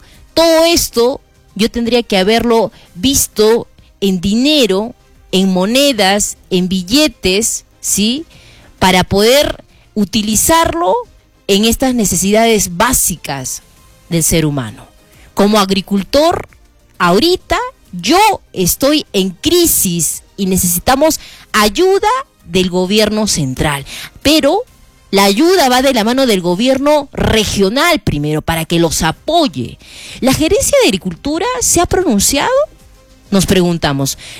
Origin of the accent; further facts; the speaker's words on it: Arequipa, Peru; Desde nosotros como arequipeños